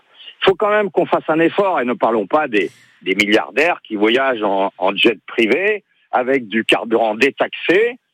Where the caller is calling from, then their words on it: Corsica, France; ça fait 36 ans que je vis en Corse